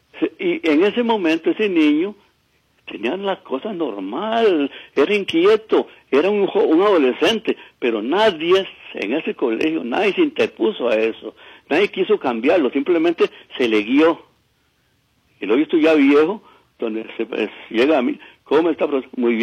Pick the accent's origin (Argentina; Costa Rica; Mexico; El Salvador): Costa Rica; yo me pongo a pensar como costarricense